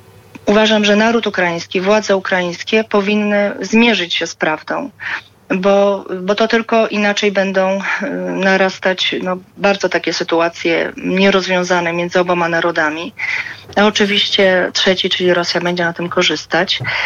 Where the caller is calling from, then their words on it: Warsaw, Masovian Voivodeship, Poland; dzwonię z Warszawy.